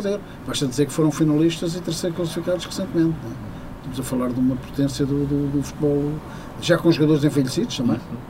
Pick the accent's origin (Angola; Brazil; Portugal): Portugal; nós somos portugueses, somos um povo de crítica